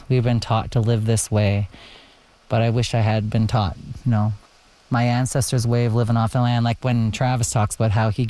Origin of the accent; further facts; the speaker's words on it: Cape Breton, Nova Scotia, Canada; now in Indian Brook, Canada; I'm from Indian Brook. That's where I live currently with my family. But I'm originally from Wamacook Reserve in Cape Breton. So I'm a residential school descendant, and I attended an Indian Day school.